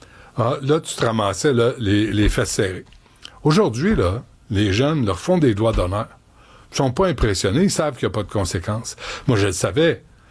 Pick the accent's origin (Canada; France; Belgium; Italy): Canada; Montreal, Quebec; Moi, j'ai grandi en Antique, hein? Puis je partais de la rue Olympia entre Henri Bourassa et Gouin.